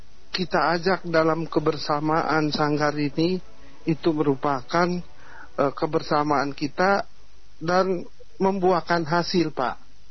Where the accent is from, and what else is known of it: East Nusa Tenggara, Indonesia